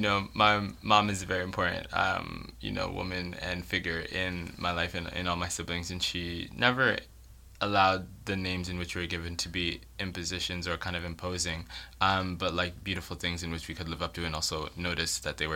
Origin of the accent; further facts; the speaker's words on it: New Jersey, United States; moved away as an adult; also born or lived in New York; now in Louisville, United States; I'm an East Coast baby through and through. I grew up in New Jersey, lived in New York, and then moved here.